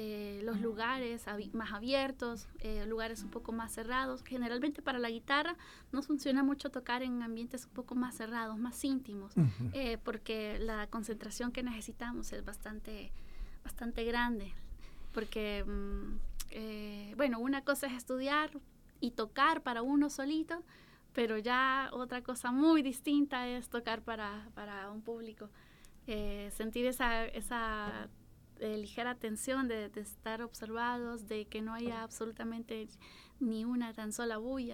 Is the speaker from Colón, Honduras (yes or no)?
no; La Esperanza, Intibucá, Honduras; Soy originaria de La Esperanza Intibuca.